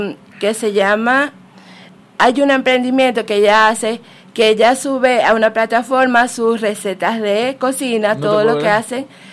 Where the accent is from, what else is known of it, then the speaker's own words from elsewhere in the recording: Venezuela; now in Guayaquil, Ecuador; Sí, yo soy venezolana.